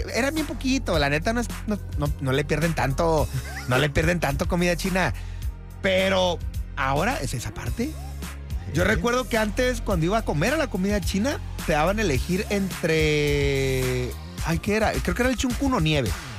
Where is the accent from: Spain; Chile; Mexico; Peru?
Mexico; como buen mexicano dices, es mejor que sobra que falte